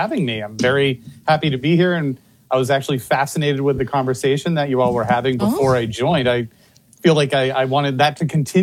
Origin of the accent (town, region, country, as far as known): New Hampshire, United States; born there